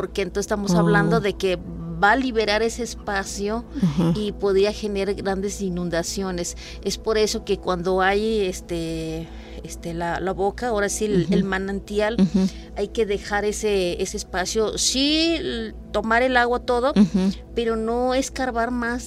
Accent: Palmital, Veracruz, Mexico; Entonces, yo soy de Palmital, pertenece a Tantuyuca. Palmital ya está colinda con casi como 20 minutos al estado de Hidalgo.

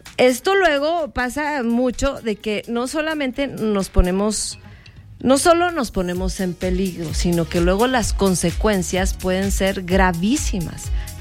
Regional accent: Comarca Lagunera, Mexico; yo me quedé sola en Monterrey. Soy de La Laguna, afuera del antro

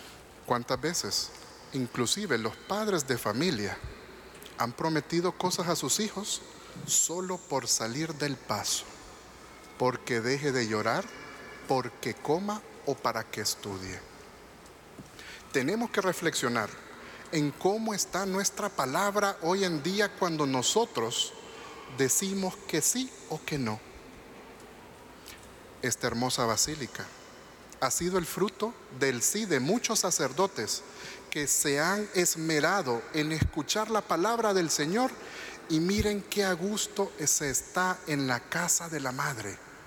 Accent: Honduras; nuestra actitud como hondureños

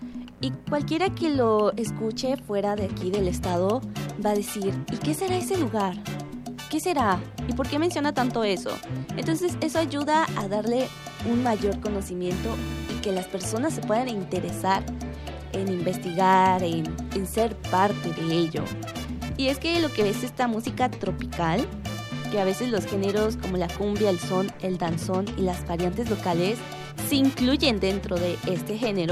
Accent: Tabasco, Mexico

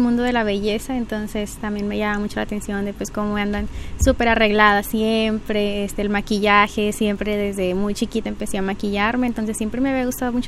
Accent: Múzquiz, Coahuila, Mexico; Bueno, yo nací aquí en Musquis, Siempre he vivido aquí en este bello municipio de Musquis.

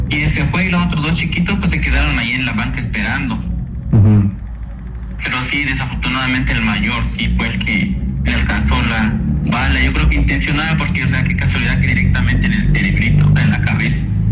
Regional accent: San Cristóbal de las Casas, Chiapas, Mexico; now in Tuxtla Gutiérrez, Mexico; Mi hermano, nosotros somos originarios de San Cristóbal

